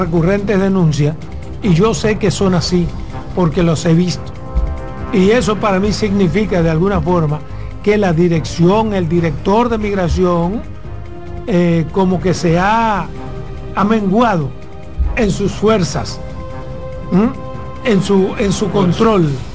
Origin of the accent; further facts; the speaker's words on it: Pedernales, Dominican Republic; Yo, que soy de Pedernales, que soy de la frontera